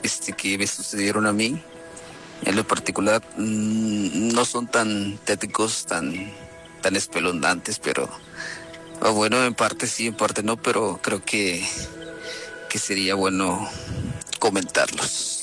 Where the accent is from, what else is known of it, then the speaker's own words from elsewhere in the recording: Monterrey, Nuevo León, Mexico; born there; Creo que yo tenía unos 8, 9, 7 años ya. Prácticamente la fecha no me acuerdo, pero nosotros vivíamos en una vecindad acá en la colonia Topo Chico. Acá en Monterrey.